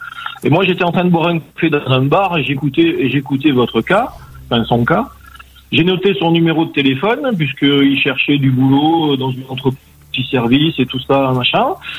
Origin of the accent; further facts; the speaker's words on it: Bordeaux, Nouvelle-Aquitaine, France; now in Saint-Estève, France; après avoir passé toute mon enfance à Bordeaux.